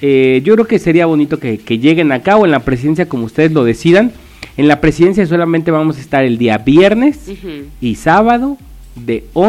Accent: Huamantla, Tlaxcala, Mexico; born there; que así nos conocen, mi tierra Huamantla, y pues saludo a todo el estado de Tlaxcala

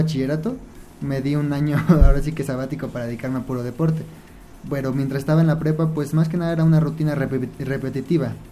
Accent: Apizaco, Tlaxcala, Mexico; now in Yauhquemehcan, Mexico; soy de aquí de Apizaco, Tlaxcala. Bueno, actualmente radico en Yoquemecan, pero soy originario de Apizaco.

